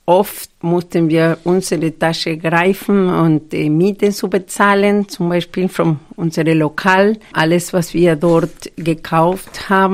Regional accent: Argentina; German is a second language; weil ich komme aus Argentinien

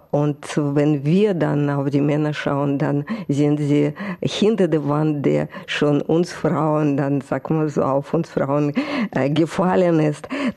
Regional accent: Russia; German is a second language; moved away; ich komme noch immer noch aus der Zeit, wo wir sehr belesen waren im damaligen Russland, Sowjetunion

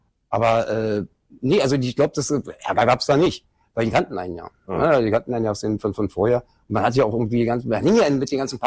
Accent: Berlin, Germany; Geboren in Schöneberg, groß geworden in Kreuzberg.

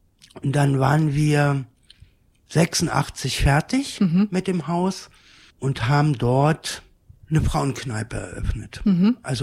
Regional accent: Berlin, Germany; born there; Also ich bin in Berlin-West geboren.

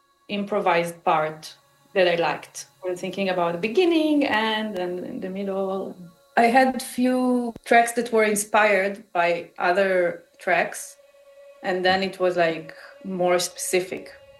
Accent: Israel; born or raised there; English is a second language

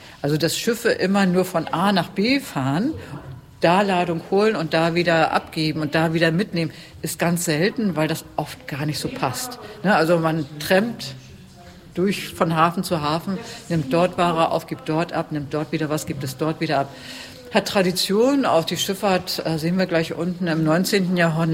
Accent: Barth, Mecklenburg-Vorpommern, Germany; now in Rostock, Germany; ich stamme gar nicht aus Rostock, aus Barth.

